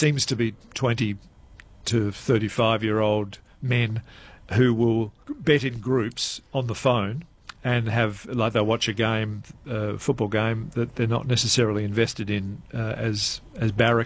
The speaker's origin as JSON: {"language": "English", "region": "South Australia", "country": "Australia", "said": "I'm from South Australia, and those machines just were not known, only by legend."}